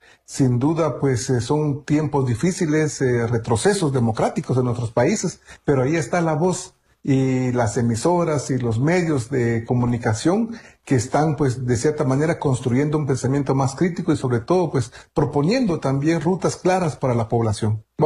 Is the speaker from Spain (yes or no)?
no; Guatemala; first language Kaqchikel; Spanish is a second language; Me gustaría también mandarles un saludo en mi idioma materno, que es el cachiquel, es un idioma es uno de los 22 idiomas mayas que hablamos aquí en Guatemala.